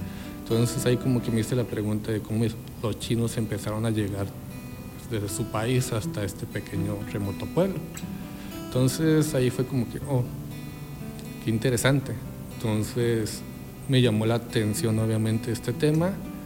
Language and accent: Spanish; Nacozari, Sonora, Mexico; Aunque soy originario de Nacozari